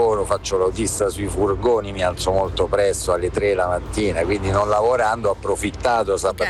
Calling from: Rome, Lazio, Italy

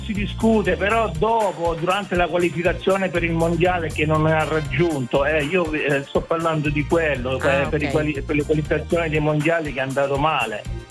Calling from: Copertino, Apulia, Italy; Da Copertino, provincia di Lecce.

